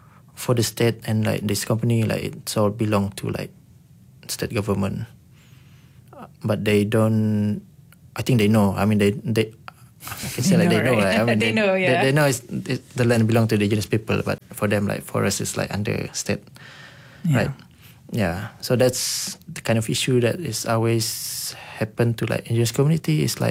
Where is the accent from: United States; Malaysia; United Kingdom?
Malaysia; Dalat, Sarawak; I'm from Dalat